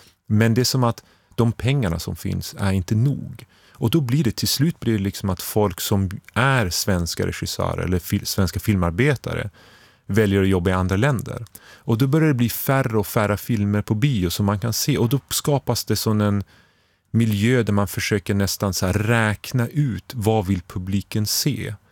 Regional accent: Sweden; vi har i Sverige

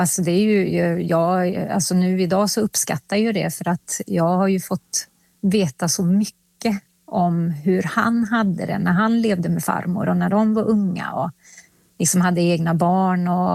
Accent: Finland; now in Sweden; nu är jag liksom, jag är finsk. Men jag bor i Sverige. Så att jag liksom försöker ändå att ta vara på liksom och fortsätta åka till Finland.

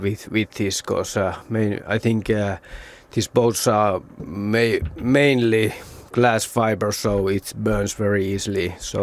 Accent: Oulu, North Ostrobothnia, Finland; English is a second language; I'm from Oulu, Uleåborg.

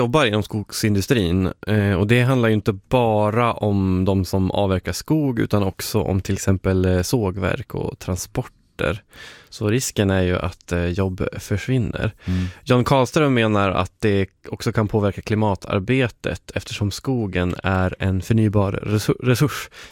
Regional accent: Umeå, Västerbotten County, Sweden; born there; moved away; nästan upp till Umeå där jag är född.

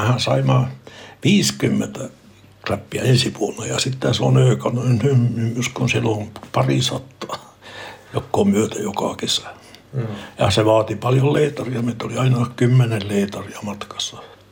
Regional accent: Torne Valley, Norrbotten County, Sweden; accent: Meänkieli; vaikka mä olen Tornionlaaksosta ja puhun meidän kieltä.

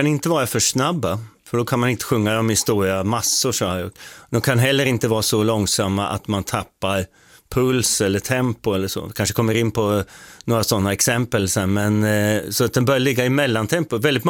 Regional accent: Åtvidaberg, Östergötland, Sweden; Jag är från Åtvidaberg, så jag är från Götaland.

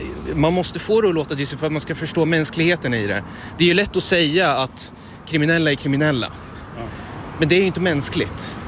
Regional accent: Stockholm, Stockholm County, Sweden; moved away; Så var det hemma i Stockholm också.

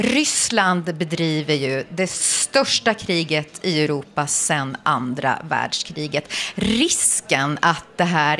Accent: Visby, Gotland, Sweden; Jag är i Visby, min hemstad.

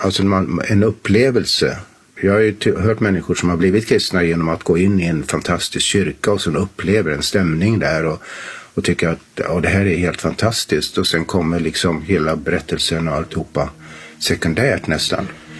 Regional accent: Sweden; Alltså, eftersom vi var infödda svenskar så visste vi hur svenskar tänker lite grann

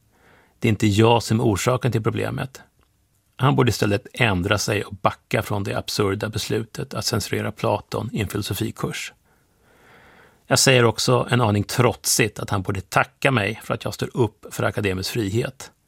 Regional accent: Sweden; moved away as an adult; now in United States; Som svensk är man väl ganska ovan att prata med advokater

